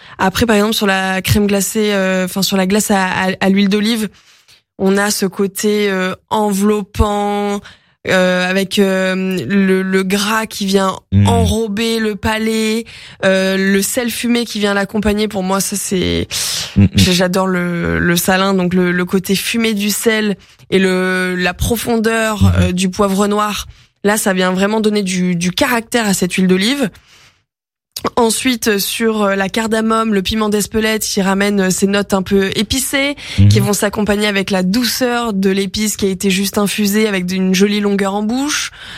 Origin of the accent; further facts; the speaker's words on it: Provence-Alpes-Côte d'Azur, France; moved away; chez moi en Provence